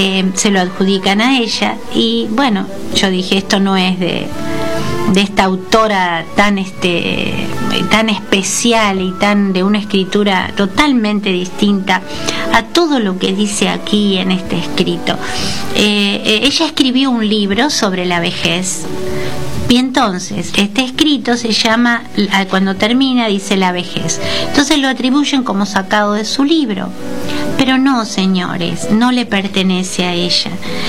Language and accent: Spanish; Argentina; que somos hermanos argentinos